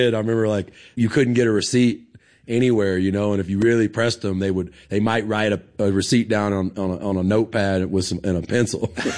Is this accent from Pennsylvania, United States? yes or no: no; Texas, United States; born there; also born or lived in Paris, France